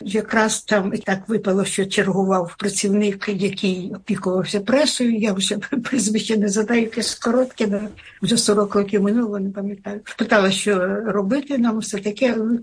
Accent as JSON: {"language": "Ukrainian", "town": "Chornobyl", "region": "Kyiv Oblast", "country": "Ukraine", "said": "А я стою, кажу, люди добрі, то я з Чорнобиля, ось у зараз. Я що, чорна?"}